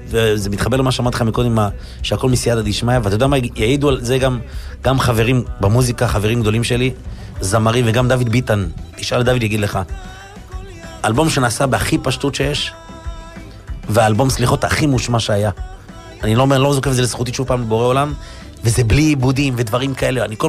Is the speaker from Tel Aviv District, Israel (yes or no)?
no; Acre, Northern District, Israel; היה מופע בעכו, איפה שגרתי לפני החתונה. וואו. עיר מולדתי.